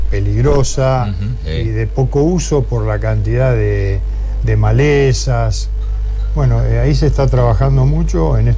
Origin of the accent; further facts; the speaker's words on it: Granadero Baigorria, Santa Fe, Argentina; yo soy un vecino de Baigorria y quiero vivir en una ciudad digna.